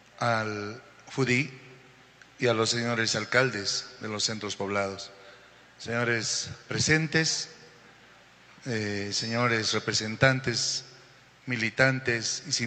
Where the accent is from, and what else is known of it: Yunguyo, Puno, Peru; born there